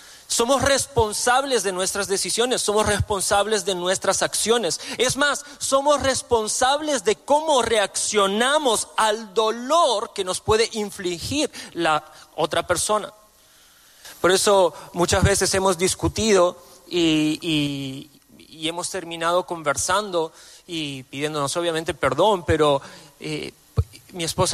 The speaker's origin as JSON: {"language": "Spanish", "country": "Bulgaria", "moved": "yes", "said": "como buen búlgaro europeo del este"}